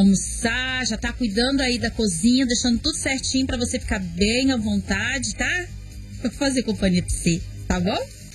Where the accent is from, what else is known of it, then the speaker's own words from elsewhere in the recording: Vila Velha, Espírito Santo, Brazil; Nasci em Vila Velha e moro aqui no Espírito Santo. Nasci aqui, sou capixaba, na verdade eu sou canela verde, né? Que tem significado aí. E moro no Espírito Santo.